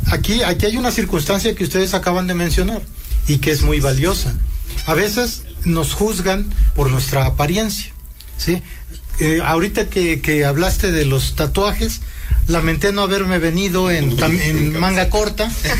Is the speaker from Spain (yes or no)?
no; Puebla, Mexico; somos de Villacuautemoc, para ser más específico.